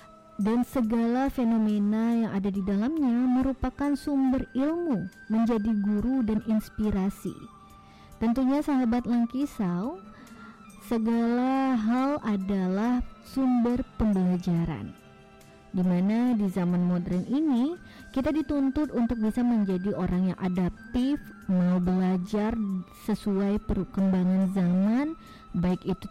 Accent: West Sumatra, Indonesia; falsafah ini membuat kita sebagai orang Minang pandai membaca situasi, adaptif, dan tentunya memiliki wawasan yang luas

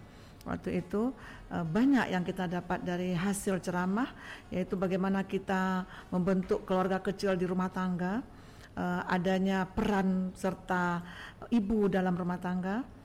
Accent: West Sumatra, Indonesia; moved away; Jadi saat ini sudah lebih 6 bulan kami berada di Kabupaten Pesisir Selatan. Baik. Dan ini merupakan kampung halaman kami sendiri.

